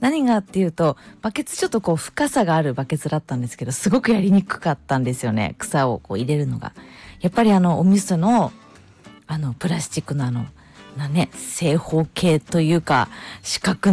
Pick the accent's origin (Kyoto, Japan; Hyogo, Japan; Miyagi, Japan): Miyagi, Japan; Sendai; now in Kazuno, Japan; 地元の仙台